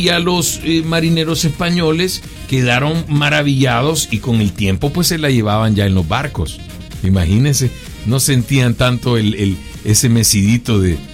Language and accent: Spanish; El Salvador; Como buen salvadoreño, siempre se echa el rollo